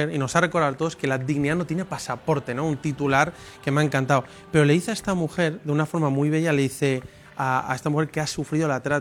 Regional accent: Spain; Bueno, como español ha sido impresionante

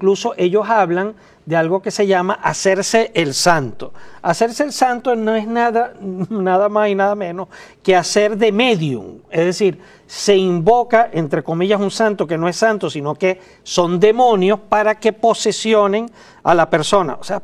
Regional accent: Venezuela; now in United States; Por ejemplo, aquí en los Estados Unidos, donde en la zona de la Florida, en el Caribe, en mi país, en Venezuela

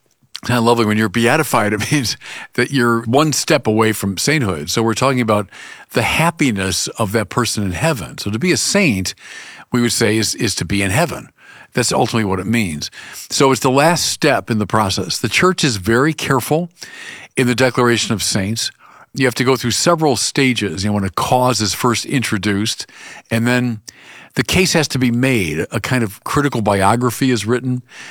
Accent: Illinois, United States; Yeah, well, he's from my home state of Illinois

